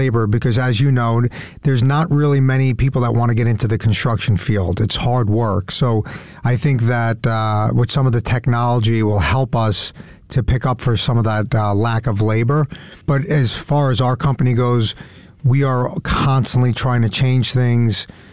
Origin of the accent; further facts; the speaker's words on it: Mount Sinai, New York, United States; Yeah, so I grew up in Mount Sinai, New York, 5 siblings, great parents.